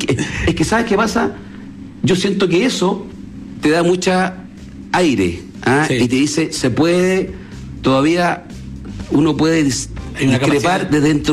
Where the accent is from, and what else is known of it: Chile; also born or lived in United States / Argentina